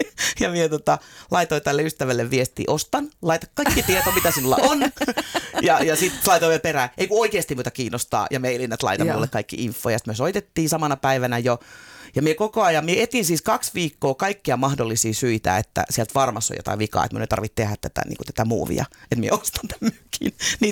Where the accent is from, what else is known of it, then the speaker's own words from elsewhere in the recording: Lappeenranta, South Karelia, Finland; moved away; minä olen siis itärajalta, minä olen siis Lappeenrannasta, Saimaan rannalta.